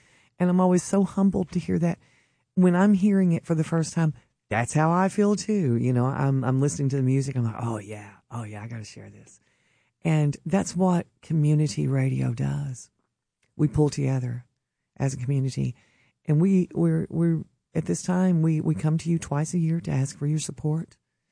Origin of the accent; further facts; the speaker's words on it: Calhoun, Georgia, United States; my hometown of Calhoun, Georgia.